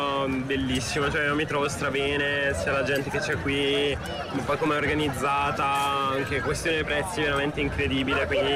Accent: Brescia, Lombardy, Italy; Sì, anche io sono di qua.

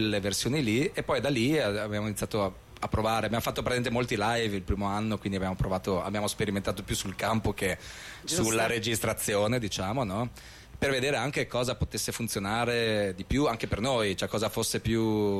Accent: Trentino-Alto Adige, Italy; also born or lived in Bolzano; L'esotica Trento e Bolzano. Per quello poi abbiamo detto facciamo un gruppo Calypso da Trento e Bolzano.

